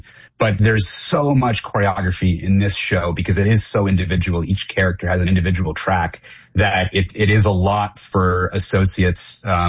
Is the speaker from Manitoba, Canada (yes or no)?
no; Toronto, Ontario, Canada; we were very lucky growing up in Toronto and studying at Vlad's Dance Company in Richmond Hill.